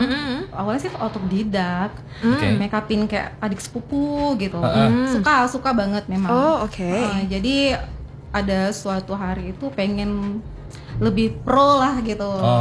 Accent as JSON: {"language": "Indonesian", "town": "Bandung", "region": "West Java", "country": "Indonesia", "tie": "born or raised there", "moved": "as an adult", "lives_now": "Pekanbaru, Indonesia", "said": "Aku aslinya orang Bandung."}